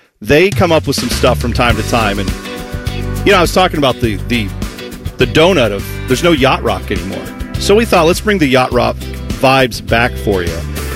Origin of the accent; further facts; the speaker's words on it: New York, United States; accent: New York; Dylan is cringing at my New York accent.